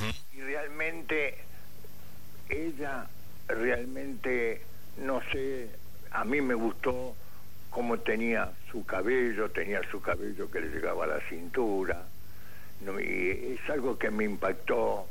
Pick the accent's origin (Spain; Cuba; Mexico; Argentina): Argentina; Villa Urquiza, Buenos Aires; De acá, de Villurquiza.